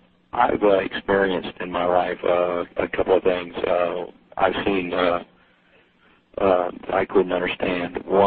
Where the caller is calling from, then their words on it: League City, Texas, United States; I'm calling from League City, Texas.